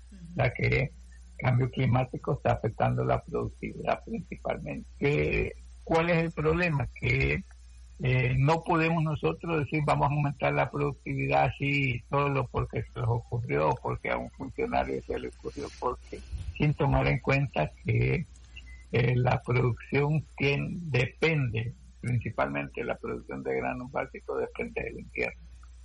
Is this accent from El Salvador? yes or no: yes; El Salvador; como buenos salvadoreños, seguir produciendo para garantizar la comida o la alimentación en las ciudades.